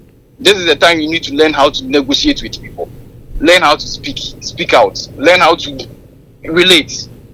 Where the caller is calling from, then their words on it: Asokwa, Ashanti, Ghana; I'm calling from Asokwa.